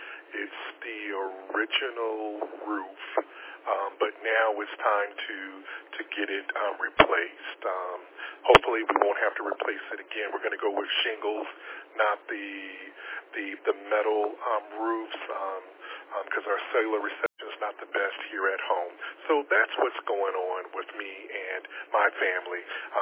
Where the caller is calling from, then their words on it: Lake City, Florida, United States; … out of Lake City, Florida